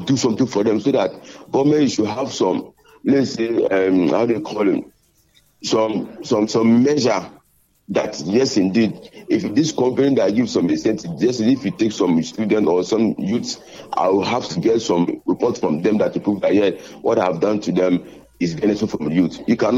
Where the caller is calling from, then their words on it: Ghana; we are Ghanaian.